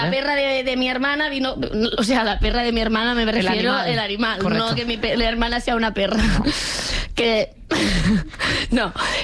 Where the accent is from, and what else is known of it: Catalonia, Spain